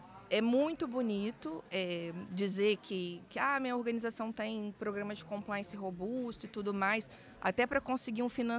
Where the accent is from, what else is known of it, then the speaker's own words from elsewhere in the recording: Brazil; now in Portugal; do Brasil, de onde eu venho